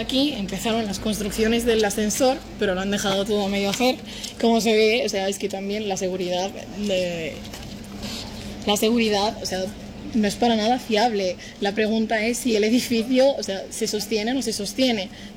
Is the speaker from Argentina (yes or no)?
no; Spain; moved away as an adult; Yo me he criado aquí